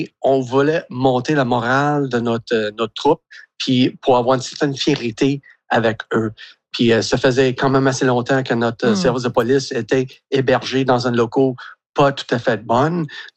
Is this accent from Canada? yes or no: yes; Petit-Cadillac, Quebec, Canada; now in Mascouche, Canada; moi, je suis natif de Petit-Cadillac, puis même dans les années 70-80, un petit village de 15-5 personnes